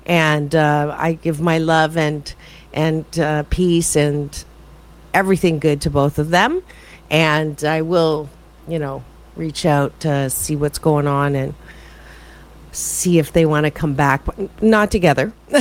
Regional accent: Canada; moved away; I'm originally from Canada, like Courtney Ann

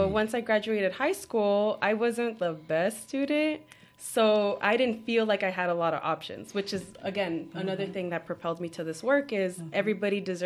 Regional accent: San Bernardino, California, United States; also born or lived in Bakersfield; I was born in Bakersfield, but moved out here to San Bernardino when I was around 5 years old.

